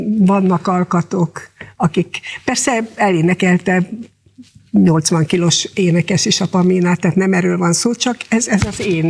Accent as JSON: {"language": "Hungarian", "town": "Eger", "region": "Heves", "country": "Hungary", "tie": "born or raised there", "said": "Egri, igen"}